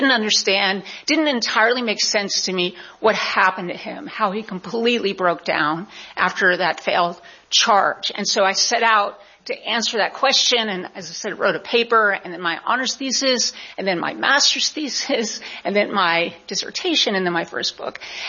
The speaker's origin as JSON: {"language": "English", "region": "Connecticut", "country": "United States", "tie": "born or raised there", "said": "I had been introduced to George Pickett as a teenager growing up in Connecticut"}